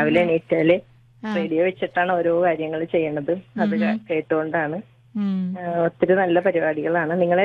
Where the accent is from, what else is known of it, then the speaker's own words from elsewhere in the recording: Nettoor, Kerala, India; moved away as an adult; now in Kaloor, India; ഞങ്ങളുടെ വീട് നെട്ടൂര്. ഞാൻ കല്യാണം കഴിച്ച് കലൂരിലേക്ക് പോകുന്നു.